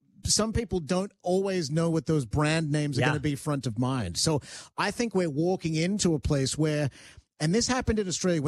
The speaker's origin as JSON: {"language": "English", "country": "Canada", "said": "I'm needing and wanting a website that I can go to as a Canadian consumer"}